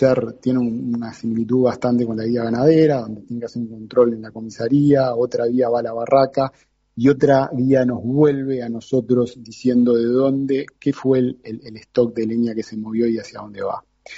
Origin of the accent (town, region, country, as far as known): Uruguay